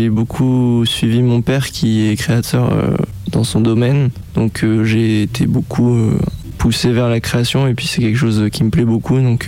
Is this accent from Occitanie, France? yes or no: yes; Occitanie, France; born there; also born or lived in Douai / Amiens; now in Paris, France; j'ai commencé le conservatoire à 7 ans, dans le sud, en Aveyron